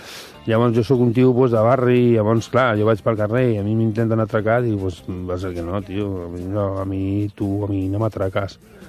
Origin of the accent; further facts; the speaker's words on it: Barcelona, Catalonia, Spain; Sí, tot soc de Raval de tota la vida, els meus avis, els meus besavis també.